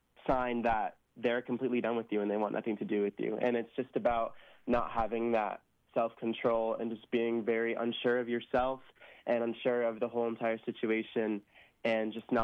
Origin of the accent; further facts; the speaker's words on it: San Diego, California, United States; I grew up on a lot of different genres of music. I'm from San Diego, California, so we're blasting R&B down here, reggae, rock, everything under the sun.